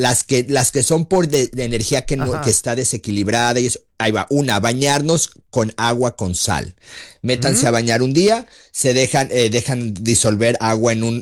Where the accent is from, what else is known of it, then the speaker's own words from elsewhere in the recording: Guadalajara, Jalisco, Mexico; soy tapatío, soy chiva de corazón. Yo ya soy de Guadalajara, Jalisco